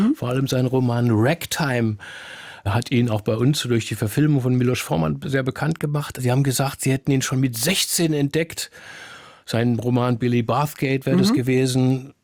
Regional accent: Berlin, Germany; aber ich sag's mal dreist, als Berliner, das ist doch nicht normal.

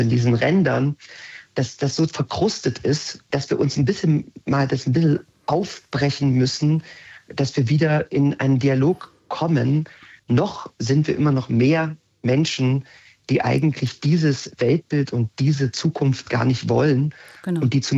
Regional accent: Magdeburg, Saxony-Anhalt, Germany; gerade ich als Magdeburger und Sachsen-Anhaltiner

